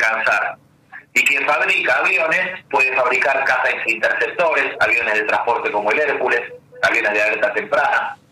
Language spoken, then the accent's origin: Spanish; Argentina; como argentinos que somos